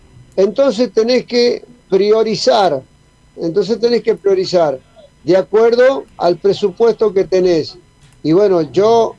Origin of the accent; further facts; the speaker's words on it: Tucumán, Argentina; así somos los tucumanos